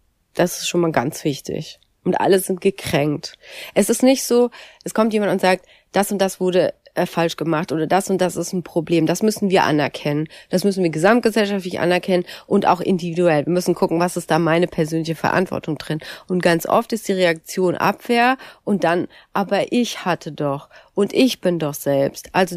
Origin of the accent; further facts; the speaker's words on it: West Germany, Germany; für mich als Westdeutsche